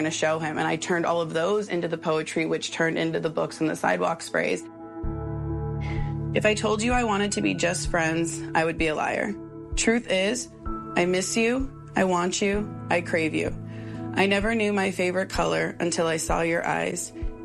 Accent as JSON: {"language": "English", "town": "Chicago", "region": "Illinois", "country": "United States", "said": "I'm from Chicago, Illinois."}